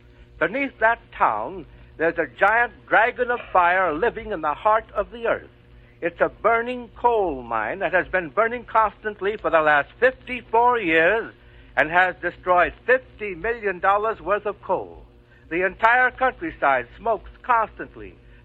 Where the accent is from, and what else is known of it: California, United States; born or raised there; now in New York City, United States